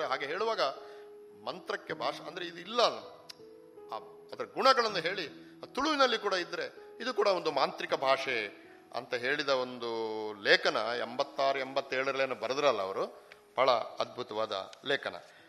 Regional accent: Guttigaru, Karnataka, India; ನಮ್ಮ ಊರು ಗುತ್ತಿಗಾರು ಪಂಜದಲ್ಲಿ

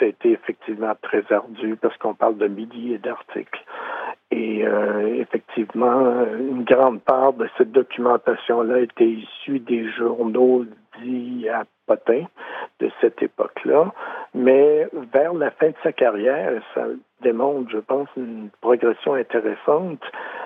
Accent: Saint-Ours, Quebec, Canada; Non, il n'y a véritablement pas de lien parce que j'ai grandi à Saint-Ours avant de quitter l'endroit pendant plusieurs années et avant d'y revenir.

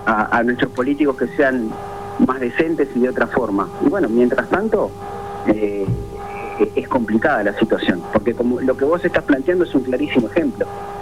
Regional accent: Maldonado, Uruguay; quienes somos de Maldonado le tenemos un cariño enorme al centro

